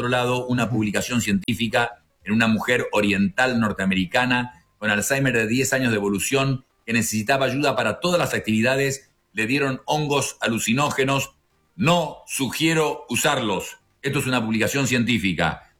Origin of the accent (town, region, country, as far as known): Argentina